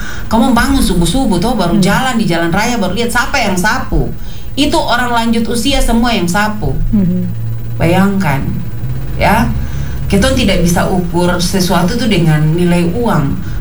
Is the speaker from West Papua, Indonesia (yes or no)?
yes; Fakfak, West Papua, Indonesia; kita warga Kota Fakfak